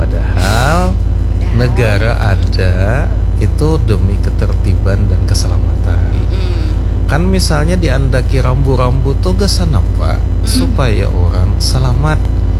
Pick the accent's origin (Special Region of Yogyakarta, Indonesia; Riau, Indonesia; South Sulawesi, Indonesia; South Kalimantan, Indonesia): South Kalimantan, Indonesia; Jadi kita ini sebenarnya orang Banjar ini dikenal secara budaya itu sangat agamis.